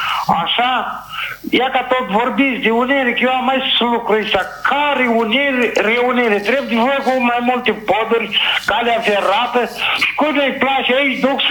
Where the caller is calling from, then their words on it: Nisporeni, Nisporeni District, Moldova; Domnul Mihai, eu sunt … din Nisporene